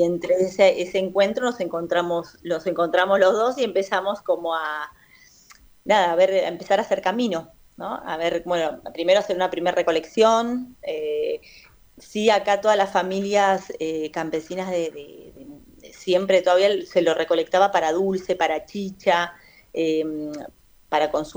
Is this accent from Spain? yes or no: no; El Bolsón, Río Negro, Argentina; Yo soy nacida y criada acá en el Bolsón. Yo estoy ahora acá en el Bolsón, en la Patagonia.